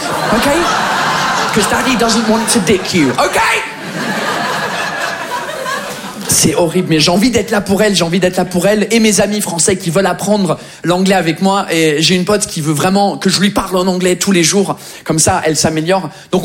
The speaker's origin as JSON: {"language": "French", "region": "England", "country": "United Kingdom", "second_language": "French", "lives_now": "France"}